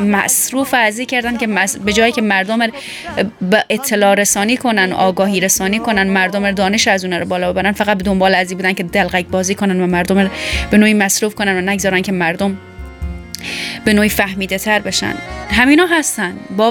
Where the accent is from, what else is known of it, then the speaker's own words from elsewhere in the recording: Iran; born there; من حالا به نوعی چون در ایران متولد شدم، ادبیات بسیار غنی فارسی ایران دارم